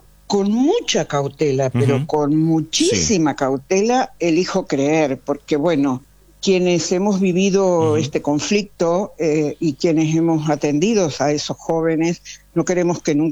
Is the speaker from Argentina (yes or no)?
yes; Gualeguaychú, Entre Ríos, Argentina; also born or lived in Santa Fe; Yo nací en Gualeguaychú, uh-huh, cerca de Gualeguaychú, sí, sí, en una estación de trenes que hoy es Ciudad Carbó. Y me crié en Gualeguaychú